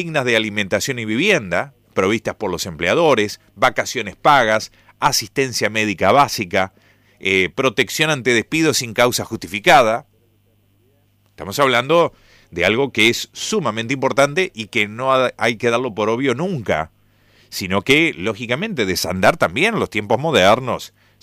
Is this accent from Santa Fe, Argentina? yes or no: no; Gualeguaychú, Entre Ríos, Argentina; uno está nacido y criado acá en Gualeguaychú